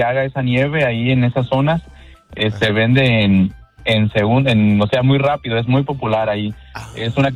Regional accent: San Luis de la Paz, Guanajuato, Mexico; yo soy originario de San Luis de la Paz, ahí en el estado de Guanajuato

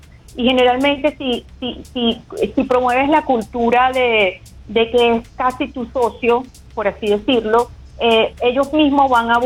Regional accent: Venezuela; now in Miami, United States; soy venezolana, soy emprendedora aquí en Miami

